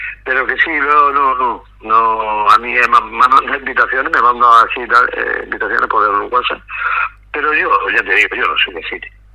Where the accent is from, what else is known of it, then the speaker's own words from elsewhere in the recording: Region of Murcia, Spain; yo soy murciano de pura cepa, como te he dicho